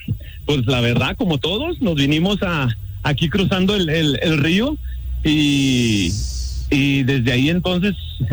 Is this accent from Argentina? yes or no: no; Ciudad Juárez, Chihuahua, Mexico; born there; En Ciudad Juárez, aquí en Juaritos.